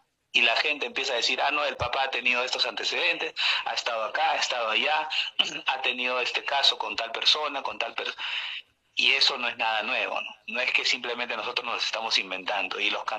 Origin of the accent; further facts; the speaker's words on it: Lima, Peru; nosotros somos pobladores de Lima Este y lo hemos vivido